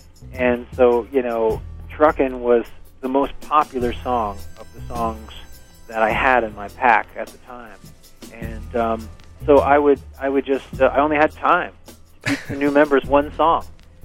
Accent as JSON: {"language": "English", "region": "New Jersey", "country": "United States", "said": "That's right, yeah. I'm originally from Jersey. I went to high school and college in New Jersey."}